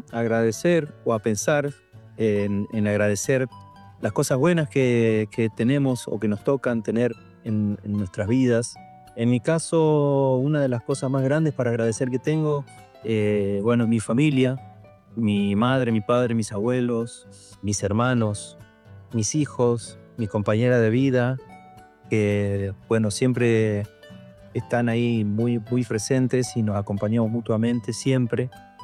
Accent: Charata, Chaco, Argentina; soy músico oriundo de Charata, provincia del Chaco, República Argentina. Y soy músico, bueno, desde muy niño comencé a cantar en mi casa porque crecí en una casa donde había mucha música.

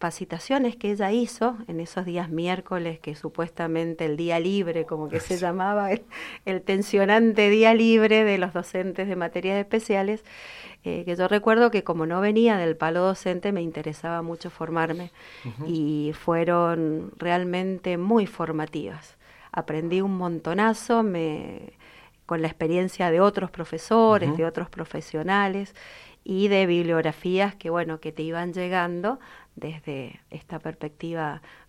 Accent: Argentina; En algo, como argentinos tenemos, descollamos.

